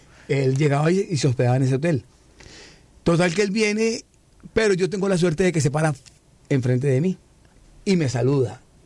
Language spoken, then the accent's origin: Spanish; Bogotá, Bogotá Capital District, Colombia; born there; also born or lived in Caracas, Venezuela; Yo nací en Bogotá, nací en Colombia, pero vivíamos en Caracas, aquí en Venezuela, y fuimos de retorno a Colombia.